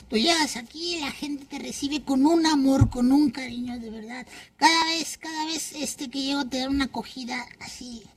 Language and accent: Spanish; Zumpango, State of Mexico, Mexico; Somos del Estado de México, estamos ahí cerquita de, se llama... Zumpango, pero estamos al ladito del nuevo aeropuerto de la ciudad del Estado de México, del AIFA